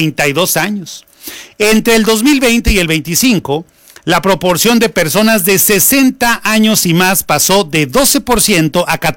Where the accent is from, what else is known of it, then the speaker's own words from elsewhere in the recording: Mexico; somos más viejos ya los mexicanos